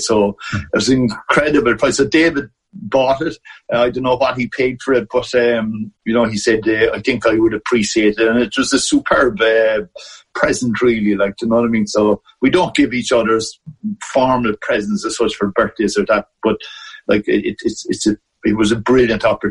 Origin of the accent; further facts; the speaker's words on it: Wexford, Leinster, Ireland; where I was originally from Wexford, so we had the BBC over there, so we got all the soccer